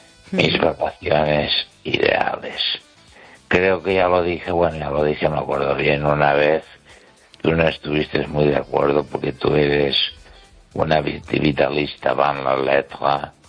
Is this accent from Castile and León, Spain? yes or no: no; Catalonia, Spain; Spanish is a second language; y de pensar en castellano o en español, y lo he conseguido. Y ahora soy escritor español, es catalán en expresiones española.